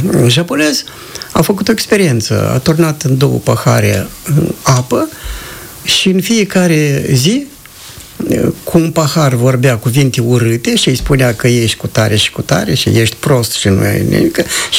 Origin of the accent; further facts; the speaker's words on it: Plop, Moldova; rădăcinile mele sunt în plopi, și mi-e drag plop, satul meu natal, izvoarele din plop și dintotdeauna țin legătură cu oamenii din plop.